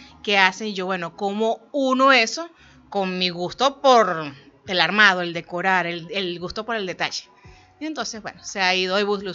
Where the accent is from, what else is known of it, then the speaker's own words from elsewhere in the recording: Venezuela; moved away as an adult; also born or lived in Colombia; Yo estuve un año fuera de Colombia. y allá buscando qué hacer, como todos venezolanos que estamos afuera.